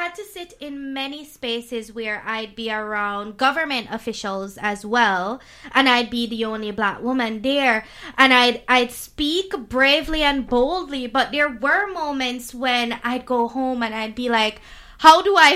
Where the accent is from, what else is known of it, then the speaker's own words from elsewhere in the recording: Jamaica; now in New Brunswick, Canada; I'm from Jamaica